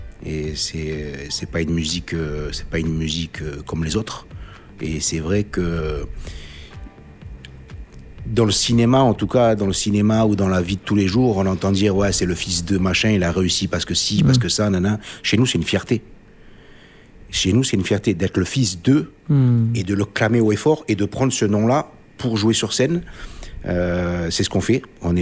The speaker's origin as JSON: {"language": "French", "town": "Montpellier", "region": "Occitanie", "country": "France", "tie": "born there", "said": "Je suis né à Montpellier et il y a quelques années maintenant, en 73, donc ça me fait 50 et quelques années là."}